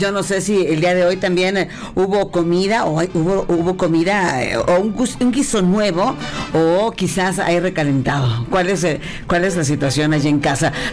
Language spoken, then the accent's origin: Spanish; Mexico; como buena mexicana, traigo el zarape